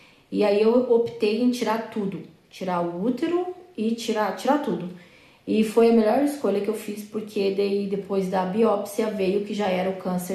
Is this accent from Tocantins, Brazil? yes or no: no; Iguatemi, Mato Grosso do Sul, Brazil; Ah, e venho do Mato Grosso do Sul. Brasil, Mato Grosso do Sul. E Guatemi é uma pequena cidade que fica na fronteira do Paraguai e Argentina.